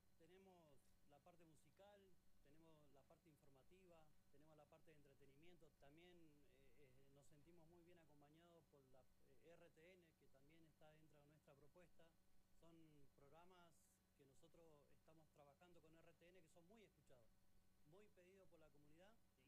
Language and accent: Spanish; Las Ovejas, Neuquén, Argentina; soy de Las Ovejas.